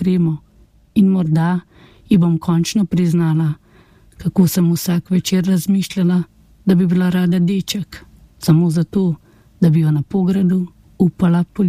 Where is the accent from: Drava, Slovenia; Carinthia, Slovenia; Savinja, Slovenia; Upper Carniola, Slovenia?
Upper Carniola, Slovenia; jaz sem iz Gorenjske